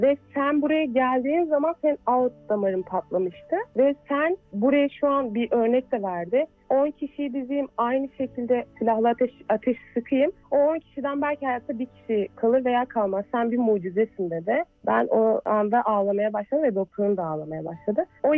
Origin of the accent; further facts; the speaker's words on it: İzmir, Turkey; born there; İzmir doğumluyum.